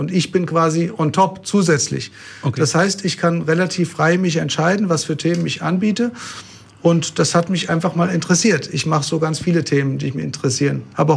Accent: Bad Homburg, Hesse, Germany; moved away as an adult; also born or lived in Rhineland-Palatinate / Heidelberg / Göttingen / Mainz; now in Raunheim, Germany; Ich komme aus Rheinland-Pfalz. Nein, ich bin in Rheinland-Pfalz geboren und bin aber aufgewachsen in Bad Homburg. Bin als kleines Kind dahin gekommen. Fühle mich auch als Bad Homburger, so von meiner Heimat her. Und habe studiert in Heidelberg und in Göttingen.

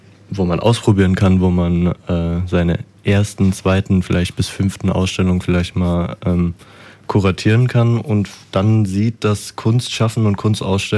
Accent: Rüsselsheim, Hesse, Germany; born there

